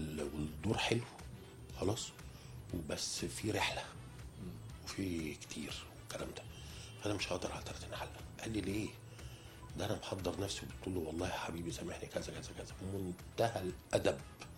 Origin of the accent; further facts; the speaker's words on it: Egypt; في بلدي في مصر